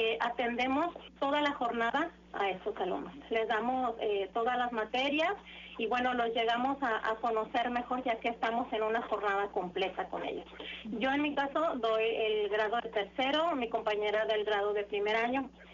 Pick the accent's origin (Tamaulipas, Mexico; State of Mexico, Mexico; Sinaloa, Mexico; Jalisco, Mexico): Tamaulipas, Mexico; Altamira; yo soy de Altamira, Tamaulipas